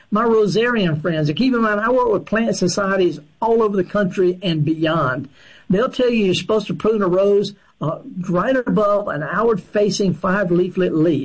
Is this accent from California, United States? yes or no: no; Baton Rouge, Louisiana, United States; He's from my hometown in Baton Rouge.